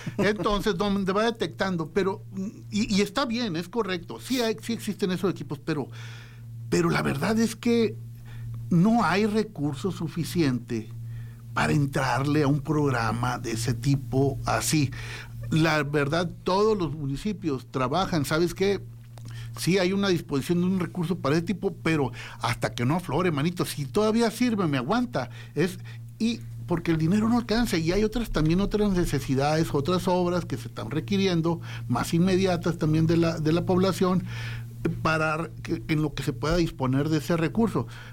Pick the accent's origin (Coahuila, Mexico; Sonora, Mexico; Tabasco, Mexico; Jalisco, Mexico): Sonora, Mexico; Navojoa; moved away; mi tierra, a Navojoa